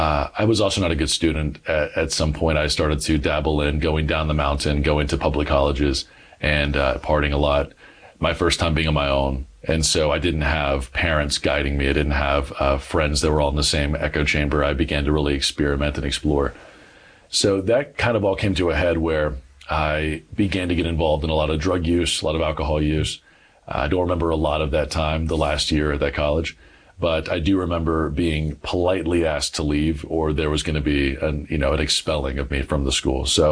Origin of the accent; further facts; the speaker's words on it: Douglasville, Georgia, United States; I grew up in Metro Atlanta. I grew up in Douglasville, Georgia.